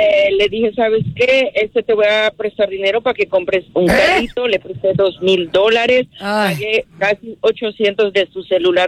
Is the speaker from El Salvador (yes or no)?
no; Mexico; now in United States; Yo soy de México.